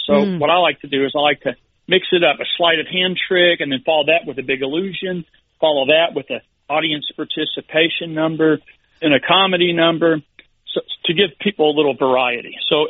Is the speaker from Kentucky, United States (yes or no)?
yes; Louisville, Kentucky, United States; I grew up in Louisville, Kentucky, which is the biggest city in Kentucky.